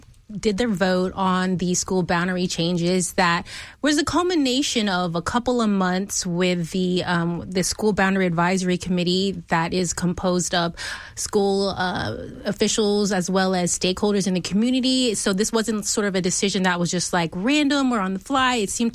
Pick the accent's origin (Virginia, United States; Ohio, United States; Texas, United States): Texas, United States; Fort Bend County; I grew up in Fort Bend County. I went to a Fort Bend school district.